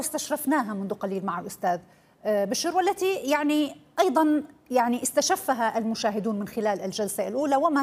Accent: Syria; أنا اليوم كسورية

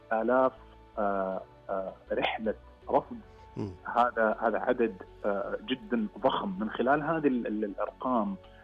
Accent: Saudi Arabia; جدا جدا جدا سعيدين أننا نثبت كسعوديين

